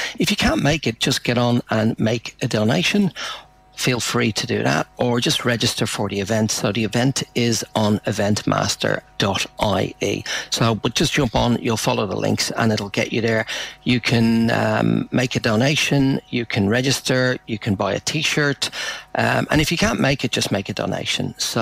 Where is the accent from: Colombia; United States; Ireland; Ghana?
Ireland; We used to celebrate, as an Irish musician, it's a busy time.